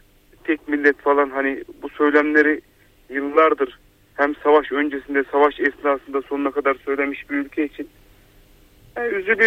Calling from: Kütahya, Turkey; Kütahya'dan arıyorum.

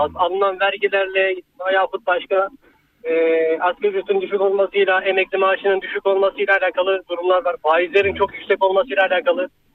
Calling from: Istanbul, Turkey; İstanbul'dan bağlanıyorum.

